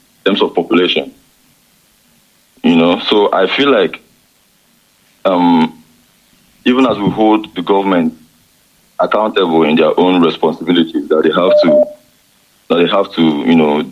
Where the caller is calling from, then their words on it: Jalingo, Taraba, Nigeria; I served here at Jalingo, and after my service, then I started my business. I'm a poultry farmer here in Taraba State.